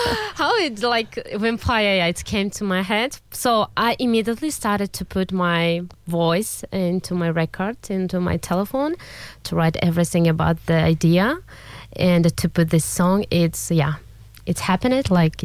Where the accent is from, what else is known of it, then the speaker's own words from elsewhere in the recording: Kazakhstan; English is a second language; moved away as an adult; now in Sydney, Australia; growing up in Kazakhstan gave me a deep appreciation for emotional melodies and storytelling. Our culture has a beautiful traditional music